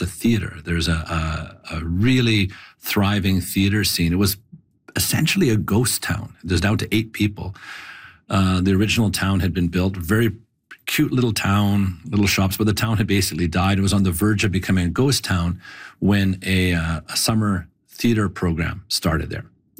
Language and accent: English; Fort Vermilion, Alberta, Canada; born or raised there